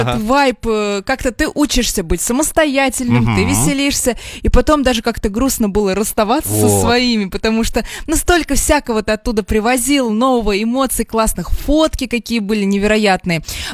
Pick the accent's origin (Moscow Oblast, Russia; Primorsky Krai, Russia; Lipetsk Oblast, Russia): Lipetsk Oblast, Russia; я из Липецкой области, и там, ну, это прям родина яблок